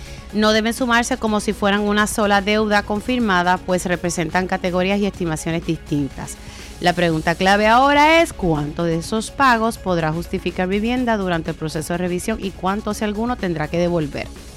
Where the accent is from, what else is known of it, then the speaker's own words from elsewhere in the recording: Utuado, Puerto Rico; Yo soy de Utuado al lado de Lares, del barrio Ángeles. O sea, a mí me queda más cerca llegar al pueblo de Lares que a Utuado Pueblo.